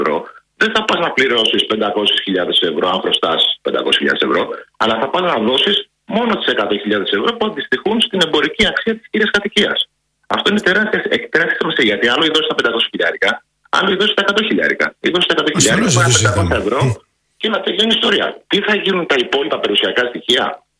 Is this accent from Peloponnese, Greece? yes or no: yes; Kardamyli, Peloponnese, Greece; Σας περιμένω και στο χωριό μου στην Καρδαμίλη, στη Μάνη